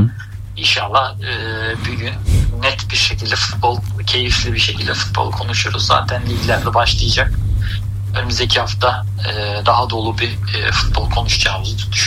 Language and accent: Turkish; Nazimiye, Tunceli Province, Turkey; born there; Çok küçük yaşta babamın görev yaptığından tevellit. Tunceli Nazimiye'de doğum yerim. Ama hiç gitmedim.